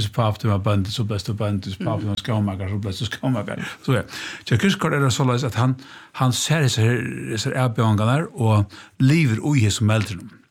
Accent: Denmark; Swedish is a second language; det som vi danskar kallar för nödvändighet eller det här givna

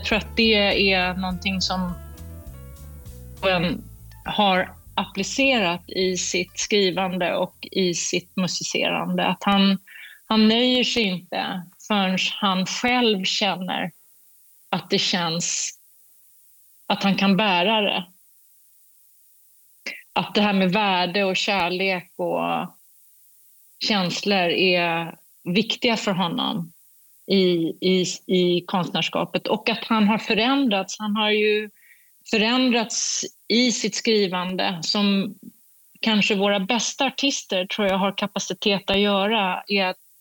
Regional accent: Sweden; och han är från Kanada och jag är från Sverige

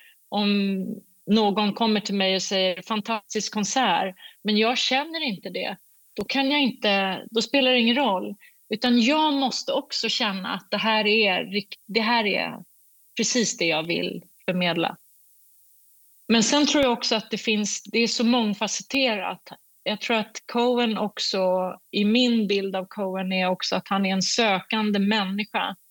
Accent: Sweden; han är från Kanada och jag är från Sverige

